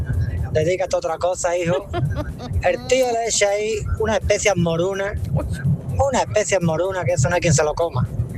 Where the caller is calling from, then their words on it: Málaga, Andalusia, Spain; de Málaga, taxista.